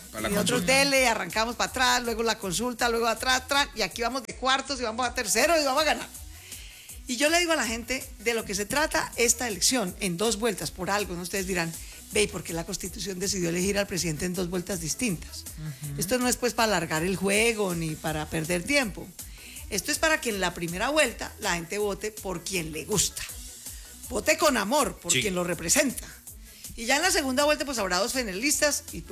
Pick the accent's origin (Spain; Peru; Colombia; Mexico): Colombia; Pero somos colombianos que, además de creer en el cambio y en la reforma social, también creen que la seguridad es un derecho